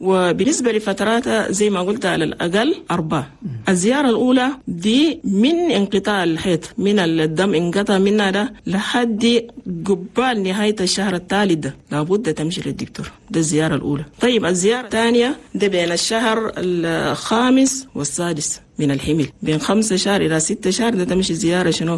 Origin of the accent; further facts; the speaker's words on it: Chad; لأننا نحن عندنا في تشاد نسبة موت عن الأمهات